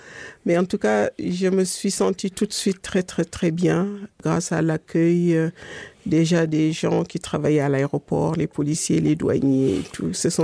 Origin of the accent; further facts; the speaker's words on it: Dakar, Senegal; born there; Je suis née à Dakar, mais mes parents viennent ma mère vient du nord du Sénégal, vers la frontière avec la Mauritanie